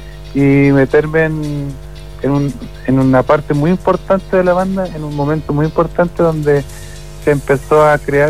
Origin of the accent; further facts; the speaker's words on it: Carelmapu, Los Lagos, Chile; Yo soy de Carelmapu, un pueblito que queda